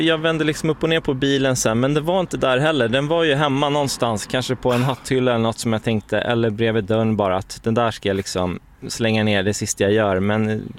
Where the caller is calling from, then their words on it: Stockholm, Stockholm County, Sweden; jag är från Stockholm